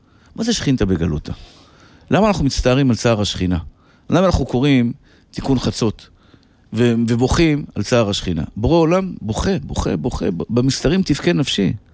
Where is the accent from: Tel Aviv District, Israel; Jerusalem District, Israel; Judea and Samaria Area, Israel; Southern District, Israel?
Tel Aviv District, Israel; Tel Aviv; כשהייתי ילד גרתי בשכונת התקווה.